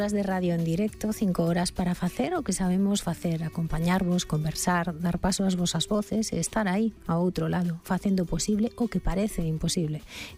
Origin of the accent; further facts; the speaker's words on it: Galicia, Spain; Hai que elexir. Somos galegos, pero hai que elexir.